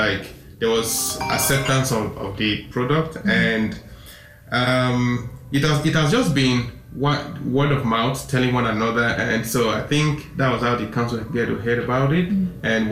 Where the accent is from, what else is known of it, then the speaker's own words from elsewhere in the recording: Nigeria; moved away as an adult; my home country, Nigeria.